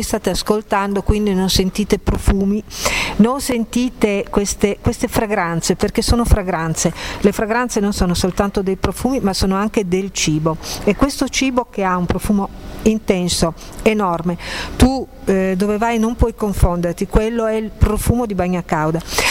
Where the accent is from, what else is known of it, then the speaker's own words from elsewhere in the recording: Piedmont, Italy; sono piemontese